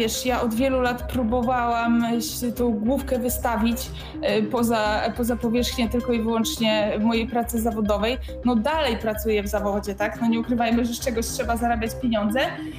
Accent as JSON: {"language": "Polish", "region": "Warmian-Masurian Voivodeship", "country": "Poland", "said": "Ja też nie jestem warmiaczką z dziada pradziada od XIII wieku, więc w mojej rodzinie się gwarą nie mówiło."}